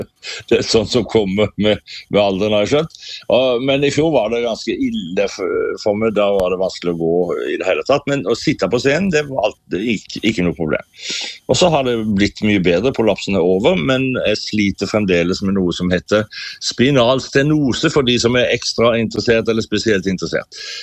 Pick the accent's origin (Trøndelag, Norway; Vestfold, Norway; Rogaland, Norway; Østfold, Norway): Rogaland, Norway; Sauda; jeg er ikke fra Haugesund, det vet alle, men jeg er fra Sauda, og mor og far hadde sterkt tilknyttet til Haugesund, og alle mine onkler og tanter var der.